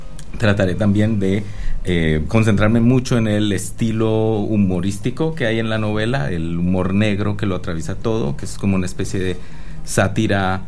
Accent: Barrancabermeja, Santander, Colombia; ¿a dónde voy a ir si no voy a ir a Barranca, que es mi ciudad de origen? Y detrás de las cosas que escribo, siempre hay mucho de mis experiencias de Barranca

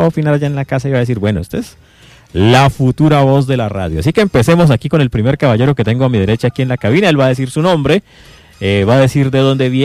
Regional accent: Morales, Cauca, Colombia; born there; moved away as an adult; Me vine de vacaciones un día a Morales y me quedé otra vez viviendo en mi pueblo querido, mi pueblo amado.

